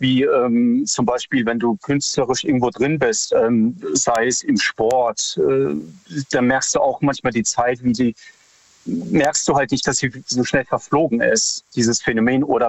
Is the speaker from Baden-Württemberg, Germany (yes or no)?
yes; Freiburg, Baden-Württemberg, Germany; hallo, ich bin aus Freiburg.